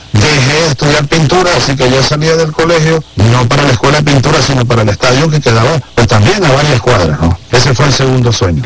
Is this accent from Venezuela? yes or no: yes; Sabaneta, Barinas, Venezuela; De niño en Sabaneta, pues ya jugábamos, pero era con pelota de goma y con unos mates hechos con ramas de guayabo, con un árbol que aguantara. Y era la pelota sabanera, sin muchas normas